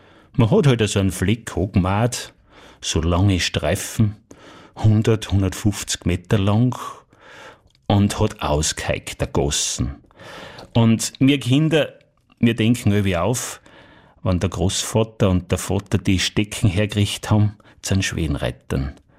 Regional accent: Styria, Austria; Das ist eine Art Verheirnte gewesen, die was eigentlich nach dem Krieg so richtig zugenommen hat bei uns in der Steiermark.

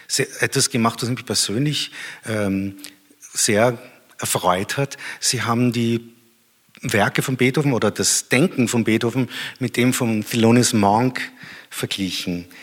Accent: Austria; Wir sind Österreicher.

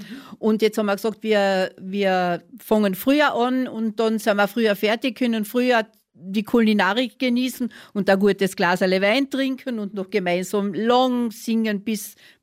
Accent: Ferlach, Carinthia, Austria; Ich bin in Ferlach zu Hause. Also schon, was ich denken kann, ich bin eine alteingesessene Ferlacherin. Hab zwar ein bisschen weiter geheiratet, zwar nach Dolich, das ist also ein Vorort von Ferlach, aber da bin ich jetzt inzwischen auch schon seit, ich sage lieber nicht wie lang.

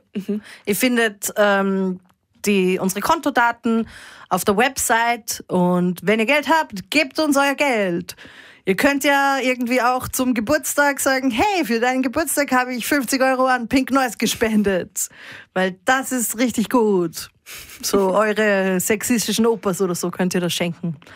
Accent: Upper Austria, Austria; Weißt du, ich komme aus Oberösterreich und mein Umfeld waren alle, die Musik machen, eigentlich immer nur Typen.

